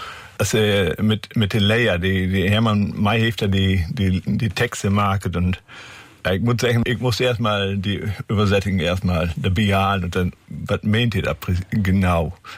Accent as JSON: {"language": "German", "town": "Meppen", "region": "Lower Saxony", "country": "Germany", "tie": "born there", "also_born_or_lived": "Beckum, North Rhine-Westphalia / Hümmling", "said": "ich komme aus Meppen. Meppen, da wo die SV Meppen auch groß geworden ist"}